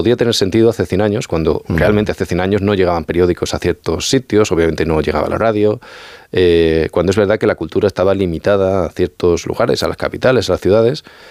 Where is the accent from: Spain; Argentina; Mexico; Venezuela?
Spain; Extremadura